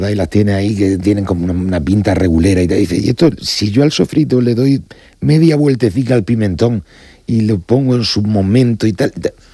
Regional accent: Lorca, Region of Murcia, Spain; Y una tortita de pimiento molido de mi pueblo, de Lorca.

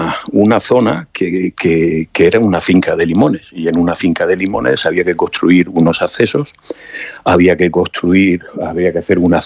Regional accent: Region of Murcia, Spain; un sentimiento de orgullo como murciano y como no como murcianista

